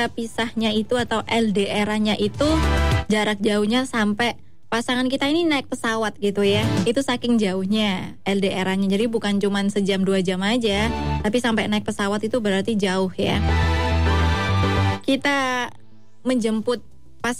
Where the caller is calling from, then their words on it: Pasuruan, East Java, Indonesia; Selamat malam Mbak Alvira, aku dari Pasuruan Kota nih.